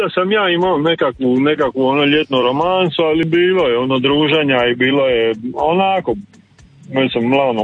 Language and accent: Croatian; Zadar, Zadar County, Croatia; ja sam tu, ja sam se rodio tu i tu sam cijeli život.